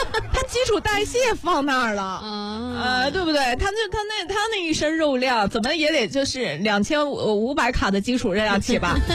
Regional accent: China; 我们中国人

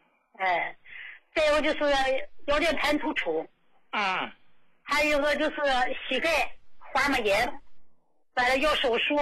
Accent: Dalian, Liaoning, China; 我是大连的。

